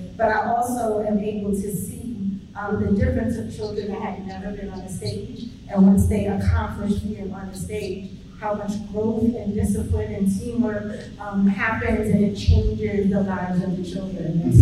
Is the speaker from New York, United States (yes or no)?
yes; New York City, New York, United States; moved away; I grew up in New York City